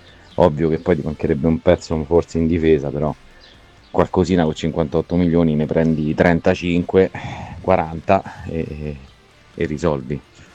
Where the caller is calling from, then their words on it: Rivoli, Piedmont, Italy; da Rivoli